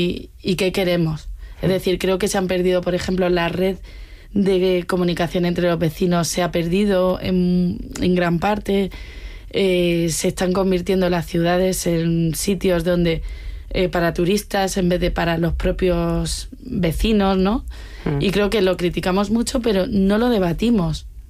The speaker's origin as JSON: {"language": "Spanish", "region": "Andalusia", "country": "Spain", "moved": "as an adult", "lives_now": "Madrid, Spain", "said": "yo soy madrileña de adopción, porque soy de Andalucía, me vine a estudiar aquí y he vivido muchos años en Lavapiés."}